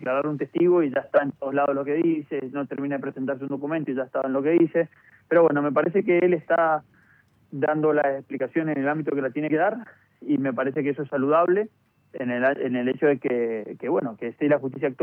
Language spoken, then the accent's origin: Spanish; Mendoza, Argentina; De vuelta, a mí como ciudadano, como mendocino y como ministro en una provincia, me interesa que la justicia actúe